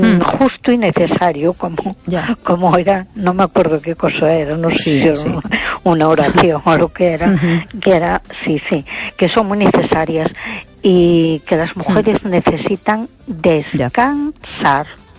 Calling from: Ponferrada, Castile and León, Spain; de Ponferrada.

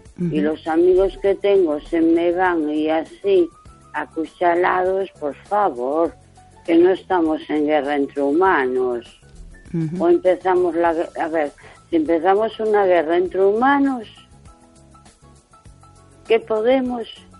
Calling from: A Coruña, Galicia, Spain; de Coruña.

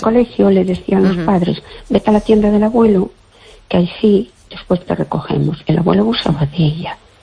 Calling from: Fene, Galicia, Spain; Hola, buenas noches

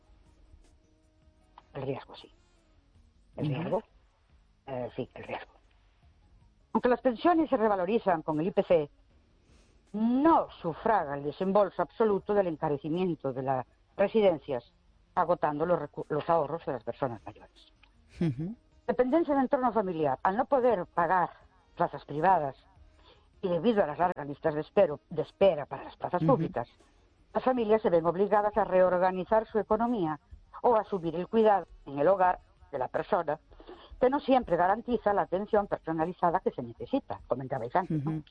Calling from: Ourense, Galicia, Spain; Buenas noches … de Ourense.

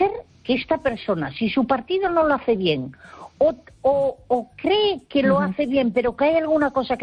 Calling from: Galicia, Spain; Que estoy muy cerquita de Vigo y llamo desde la provincia de Pontevedra.

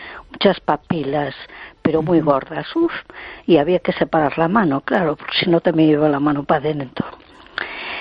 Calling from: A Coruña, Galicia, Spain; de Coruña.

